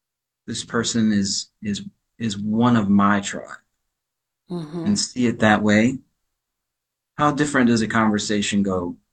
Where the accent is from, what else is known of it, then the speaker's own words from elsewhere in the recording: Louisiana, United States; And I was originated from Louisiana. And we spoke two different languages.